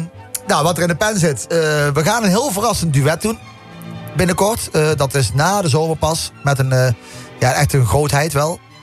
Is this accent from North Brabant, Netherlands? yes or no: yes; Eindhoven, North Brabant, Netherlands; als Eindhovenaar